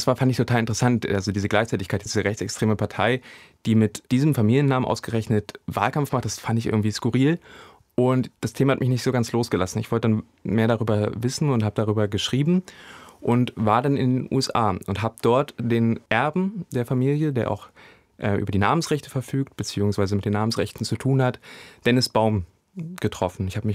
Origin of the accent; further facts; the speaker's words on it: Harz, Germany; ich komme aus dem Harz, mein ganzer Schulhof stand voll mit Simson-Mopeds